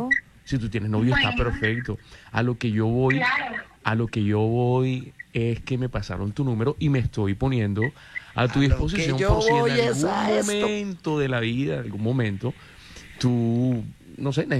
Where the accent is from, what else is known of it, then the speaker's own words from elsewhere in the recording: Barranquilla, Atlántico, Colombia; Yo soy de aquí de Barranquilla.